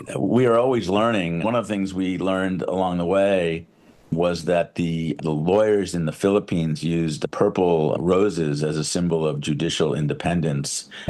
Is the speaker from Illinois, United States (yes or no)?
no; New Rochelle, New York, United States; born or raised there